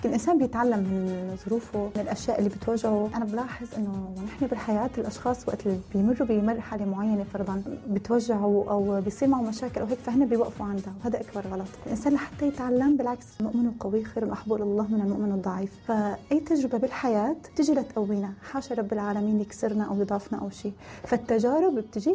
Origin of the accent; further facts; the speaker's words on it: Syria; moved away as an adult; now in Turkey; أنا طلعت من سوريا مثلي مثل كل إحنا مواليد التسعينات، ما قدرت كفي جامعتي، أخذت البكالوريا طلعت لتركيا، ووالدي خاف علي أول ما جيت على تركيا